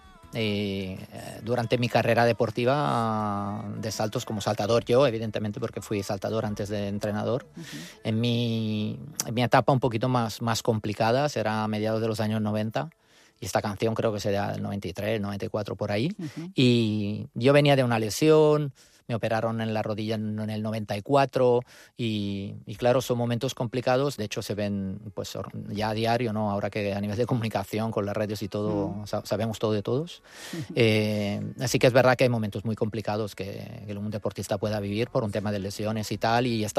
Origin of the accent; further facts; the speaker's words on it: Turin, Piedmont, Italy; Spanish is a second language; moved away; yo soy italiano, de Torino